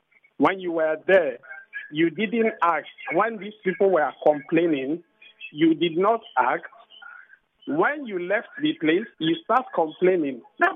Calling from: Port Harcourt, Rivers, Nigeria; I'm calling from Port Harcourt.

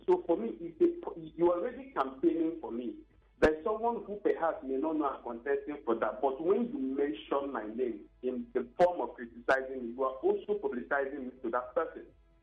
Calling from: Nigeria; I'm calling from Ikusa.

